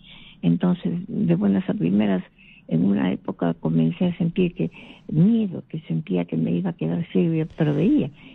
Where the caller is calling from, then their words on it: Lima, Peru; Yo hablo de Chorrillos.